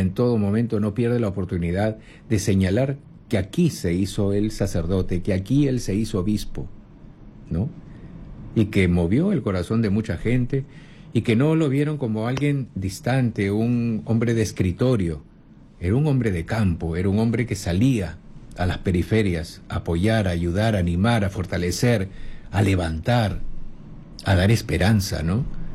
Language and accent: Spanish; Peru; de nuestra identidad como peruanos.